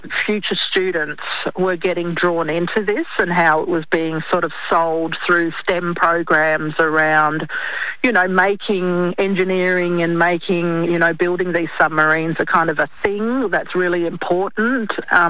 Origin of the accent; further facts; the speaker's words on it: Alice Springs, Northern Territory, Australia; I grew up in Alice Springs. Pine Gap was out there in the backyard of Alice